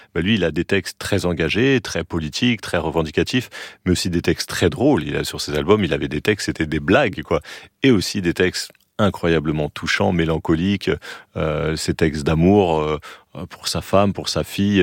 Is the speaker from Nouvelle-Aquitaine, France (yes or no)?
no; Saint-Denis, Île-de-France, France; also born or lived in Le Blanc-Mesnil; Bah, ma banlieue, j'y ai été très très très heureux. C'est une banlieue Saint-Denis, ville du 93, un peu la plus grande ville du 93. Un lieu très très très multiculturel.